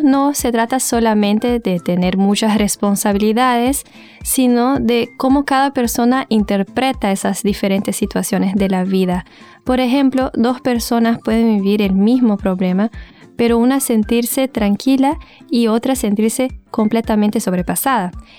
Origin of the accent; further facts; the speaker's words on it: São Paulo, Brazil; now in Argentina; Yo soy de Brasil, de São Paulo, y estoy ya en el último año acá de nutrición.